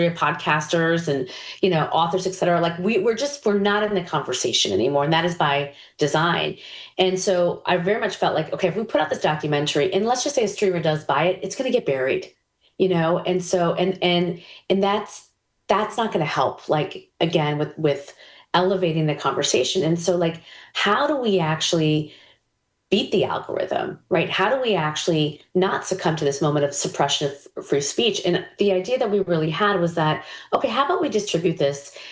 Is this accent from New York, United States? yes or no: yes; New York, United States; I'm a New Yorker.